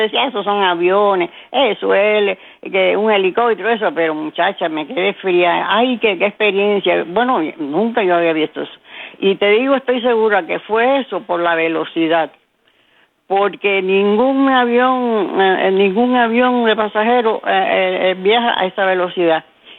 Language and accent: Spanish; Cuba; moved away; yo desde que llegué de Cuba, cuando fui allá a Nueva York, que trabajé en una factoría, había peruanos